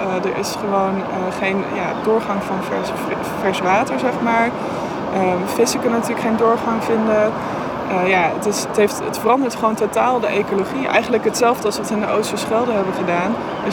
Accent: Netherlands; Ik als Nederlander

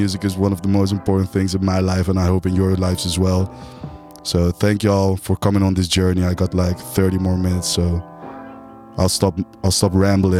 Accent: Breda, North Brabant, Netherlands; I started as a 16-year-old in my hometown of Breda.

